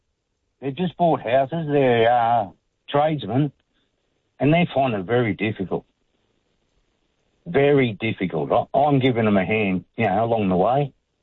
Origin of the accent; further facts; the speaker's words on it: Australia; As an Australian voter, have we got any opportunity to have all of us to have a no confidence in this government?